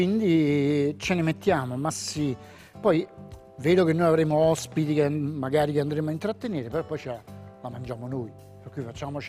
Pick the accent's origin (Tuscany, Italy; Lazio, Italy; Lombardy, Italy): Lazio, Italy; Rome; No, io sono di Roma.